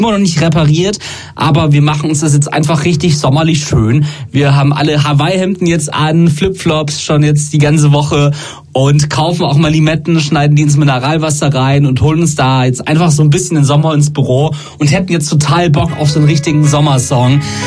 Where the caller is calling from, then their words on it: Hof, Bavaria, Germany; Ich komme aus Hof